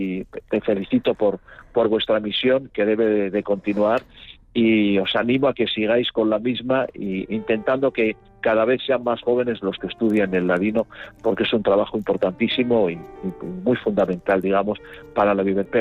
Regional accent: Spain; como españoles creo que tenemos el deber de reivindicarlo y darlo a conocer a las futuras generaciones

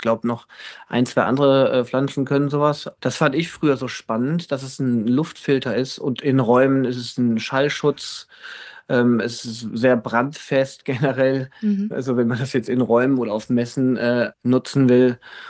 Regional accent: Aachen, North Rhine-Westphalia, Germany

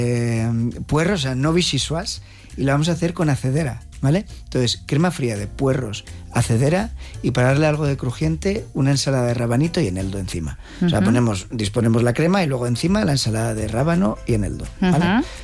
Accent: Spain; Porque somos españoles.

